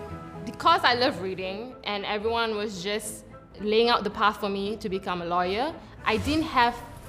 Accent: Kuala Lumpur, Malaysia; I am from Kuala Lumpur, Malaysia, and I am a carpenter and entrepreneur.

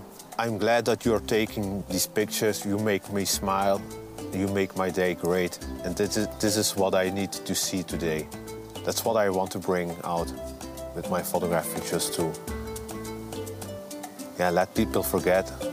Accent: Belgium; also born or lived in Rwanda; Growing up in Belgium was very difficult. You always had the idea that you didn't belong

